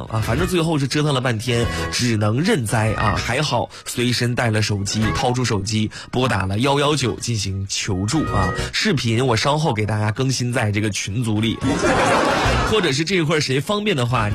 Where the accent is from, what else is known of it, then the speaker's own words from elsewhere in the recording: Northeast China, China; now in Xuzhou, China; 发生在东北，发生在我的老家